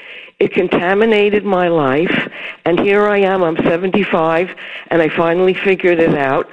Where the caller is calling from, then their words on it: Connecticut, United States; I'm calling from Fairfield County.